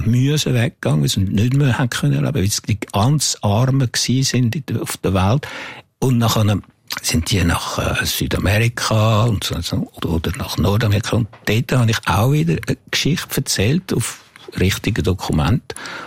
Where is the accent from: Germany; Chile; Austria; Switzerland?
Switzerland; Jura; Nein, ich finde einfach, ich bin von da. Ich bin im Jura aufgewachsen.